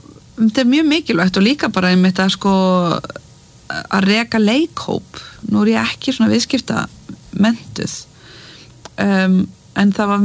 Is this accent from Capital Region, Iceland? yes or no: yes; Mosfellsbær, Capital Region, Iceland; Já, ég elst upp í Mosfellsbæ með mömmu og, þarna, og eldri bróður mínum